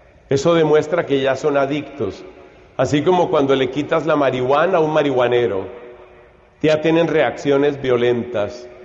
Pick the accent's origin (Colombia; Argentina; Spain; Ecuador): Colombia; Hemos tenido en mi país, Colombia